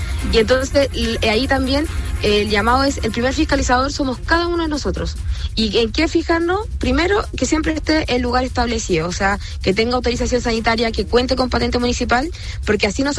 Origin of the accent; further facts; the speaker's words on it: Chile; hay ciertos microorganismos que no estamos acostumbrados como chilenos a enfrentar, y ahí se nos vienen los problemas